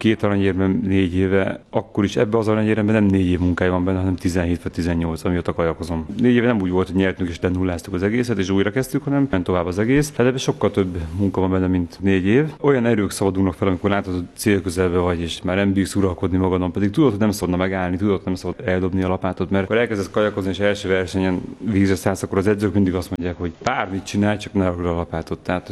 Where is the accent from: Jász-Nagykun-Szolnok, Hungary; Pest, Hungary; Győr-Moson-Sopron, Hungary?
Pest, Hungary; Göd; nem tudnék onnan elköltözni. Ez az első hely, ahol van Dunapart, vidék, ugyanakkor város, nincsenek panelházak. Azt mondom, hogy ha nem ide születtem volna, akkor szomorú lennék.